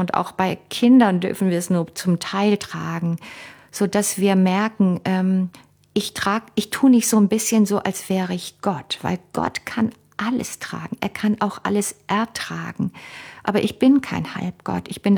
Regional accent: Cologne, North Rhine-Westphalia, Germany; zum Beispiel für mich als Kind in Köln aufgewachsen, der Karneval, dass ich als Kind mich nicht verkleiden durfte

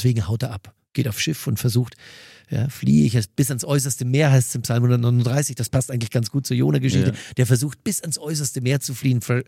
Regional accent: Mühldorf am Inn, Bavaria, Germany

